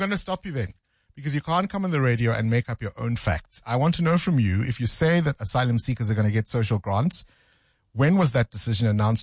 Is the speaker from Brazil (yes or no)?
no; South Africa; I am South African myself.